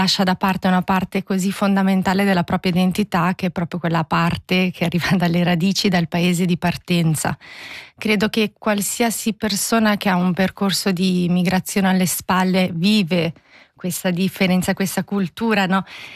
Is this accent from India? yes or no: no; Switzerland; anche io mi definisco di seconda generazione, non sono nata in Svizzera ma sono arrivata piccolissima, per cui effettivamente è come se lo fossi